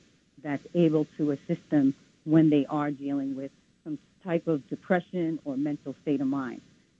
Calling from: New York City, New York, United States; I'm calling in from Brooklyn, New York.

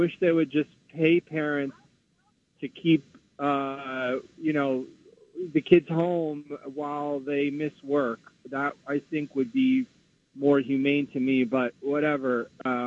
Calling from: New York City, New York, United States; I'm in Flatbush.

